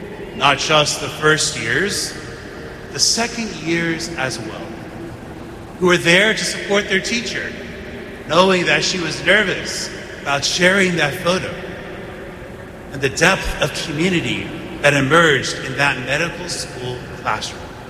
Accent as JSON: {"language": "English", "region": "Texas", "country": "United States", "tie": "born or raised there", "said": "I grew up in West Texas. We didn't have amber waves of grain. We had cotton. My grandparents picked cotton when they were little."}